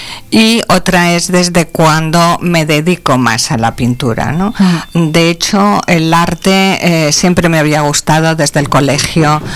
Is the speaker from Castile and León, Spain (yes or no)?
yes; Palencia, Castile and León, Spain; born there; also born or lived in Cevico de la Torre; now in Barcelona, Spain; que es donde yo nací, en Palencia. Aunque luego pues me he ido a Barcelona, pero nunca he dejado el vínculo fantástico con Cevico de la Terre y por lo tanto Palencia.